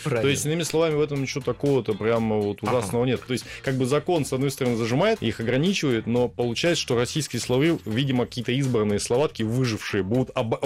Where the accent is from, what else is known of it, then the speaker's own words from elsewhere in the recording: Sakha Republic, Russia; Я сам родился и вырос в Якутии, да, во мне течет якутская кровь.